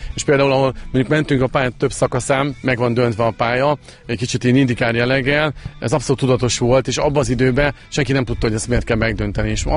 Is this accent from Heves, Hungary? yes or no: no; Nyíregyháza, Szabolcs-Szatmár-Bereg, Hungary; Nyíregyháziként ugye ott nem volt jelen nagyon az a sport, ezért Kecskemétre kellett mennünk a gokart pályára